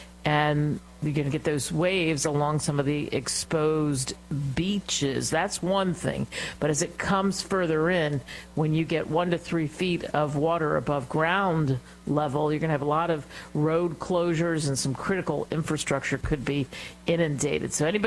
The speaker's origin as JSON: {"language": "English", "region": "Pennsylvania", "country": "United States", "tie": "born or raised there", "said": "And let's face it, a nor'easter, I grew up outside of Philly, is pretty unusual in September."}